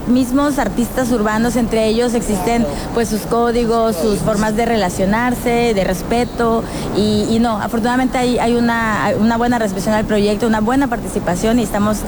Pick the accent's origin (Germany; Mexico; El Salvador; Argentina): Mexico; Monterrey, Nuevo León; born there; Nací en Monterrey, orgullosamente de Nuevo León, y aquí estaré trabajando.